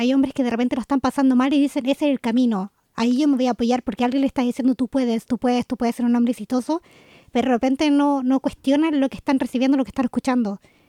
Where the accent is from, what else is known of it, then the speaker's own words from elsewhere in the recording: Chile; now in Germany; roles de repente súper obsoletos para nosotros que venimos de Chile, tienen que quedarse en la casa. Entonces al final, sin quererlo, en Alemania también me he confrontado con mujeres y hombres que piensan similar. Y yo de Chile digo, pero eso ya no existe.